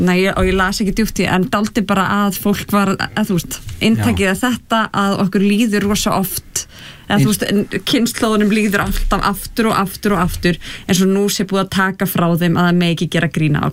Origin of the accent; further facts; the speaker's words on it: Hafnarfjörður, Capital Region, Iceland; Þú veist ekki að spyrja rétt af fólki af því að við erum voru úr Hafnarfirði.